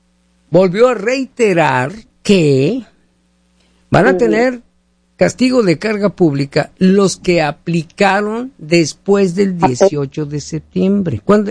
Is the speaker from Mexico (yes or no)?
yes; Hermosillo, Sonora, Mexico; moved away; a mí me hablan allá de mi tierra Hermosillo, Sonora, México.